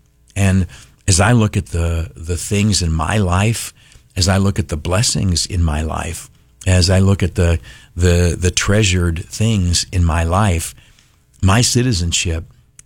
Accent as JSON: {"language": "English", "country": "United States", "said": "I was born an American citizen, right? And you were born an American citizen. And as an American citizen, I live in the greatest country on earth."}